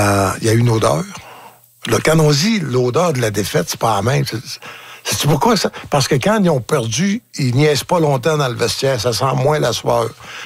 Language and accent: French; Falardeau, Quebec, Canada; Mais je viens de Falardeau.